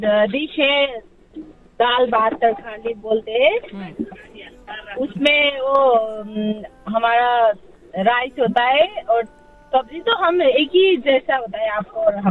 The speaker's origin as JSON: {"language": "Hindi", "country": "Nepal", "said": "Original from Nepal."}